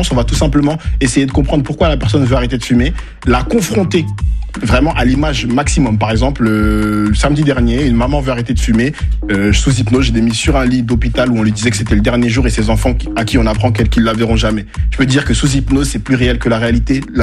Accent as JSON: {"language": "French", "town": "Garges-lès-Gonesse", "region": "Île-de-France", "country": "France", "tie": "born or raised there", "also_born_or_lived": "Côte d'Ivoire", "said": "moi, j'ai grandi à Garges-lès-Gonesse."}